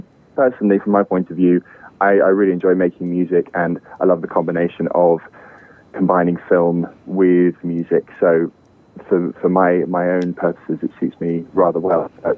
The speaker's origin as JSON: {"language": "English", "town": "Bognor Regis", "region": "South East England", "country": "United Kingdom", "tie": "born or raised there", "said": "It's on the south coast. It's a little place called Bognor Regis. It's a very, very sleepy little seaside town. Gets quite busy during the summer, and then very quiet and empty during the winter. But growing up there was quite interesting, and there wasn't really a lot to do."}